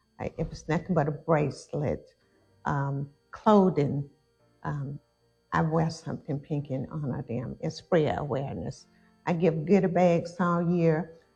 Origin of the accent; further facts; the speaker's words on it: Preston, Georgia, United States; now in Sylvester, United States; I'm from Preston, Georgia. I've been in Sylvester, Georgia for quite a while now. I love it here.